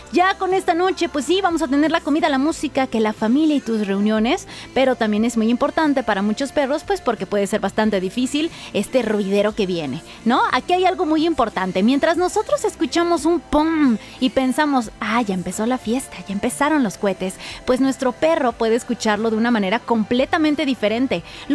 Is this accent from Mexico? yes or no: yes; Mexico; Es que los mexicanos podemos tener cualquier noche mexicana, cualquier día, siendo mexicanos, tenemos ropa mexicana, ¿verdad?